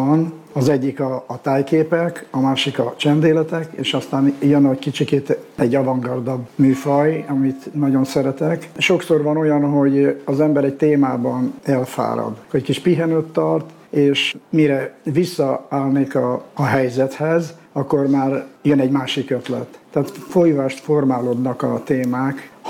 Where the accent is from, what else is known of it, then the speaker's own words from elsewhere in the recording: Hungary; born there; tehát ide születtem